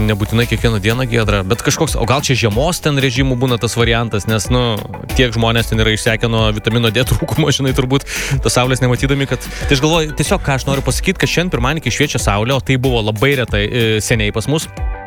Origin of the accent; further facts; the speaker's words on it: Vilnius, Vilnius County, Lithuania; aš kaip Vilnietis